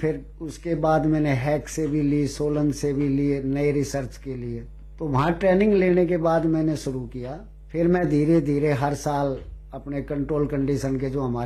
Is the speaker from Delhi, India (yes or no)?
yes; Delhi, India; हाँ जी, मैं दिल्ली का रहने वाला हूँ तो यहाँ मैं बना नहीं सकता